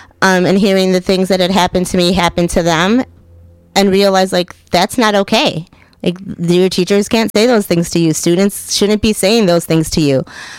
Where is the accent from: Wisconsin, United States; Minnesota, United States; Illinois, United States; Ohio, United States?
Wisconsin, United States; Burlington; also born or lived in Piedras Negras, Mexico; So born in Piedras Negras, Mexico, my family settled in Burlington, Wisconsin.